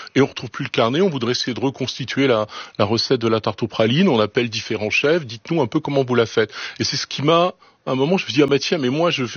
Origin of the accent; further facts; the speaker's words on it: Roanne, Auvergne-Rhône-Alpes, France; born there; moi, je suis né à Rouen.